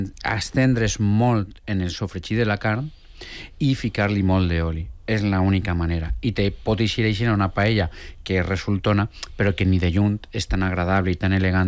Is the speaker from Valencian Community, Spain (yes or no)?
yes; Xàtiva, Valencian Community, Spain; jo soc d'Aixat